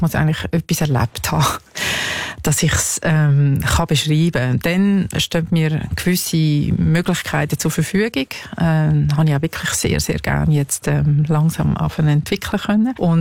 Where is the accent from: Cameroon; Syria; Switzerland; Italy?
Switzerland; in den 70er Jahren in meinem Geburtsort Schweiz, wo ich aufgewachsen bin